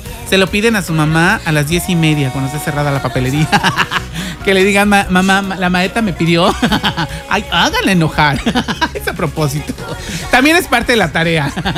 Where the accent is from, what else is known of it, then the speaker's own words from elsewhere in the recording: Mexico; que nos suele caracterizar a nosotros los mexicanos.